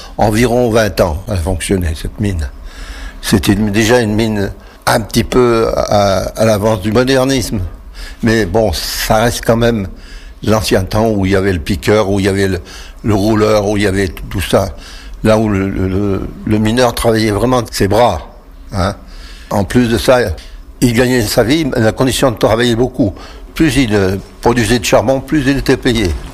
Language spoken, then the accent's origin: French; Buxières-les-Mines, Auvergne-Rhône-Alpes, France; Chez nous, à Buxière, 300 mètres.